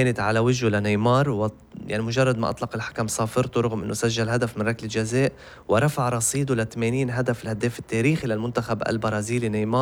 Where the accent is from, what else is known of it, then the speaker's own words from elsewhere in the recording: South Lebanon, Lebanon; أنا من جنوب لبنان.